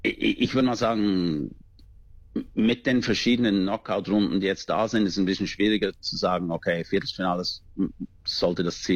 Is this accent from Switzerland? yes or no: yes; Switzerland; Als Schweizer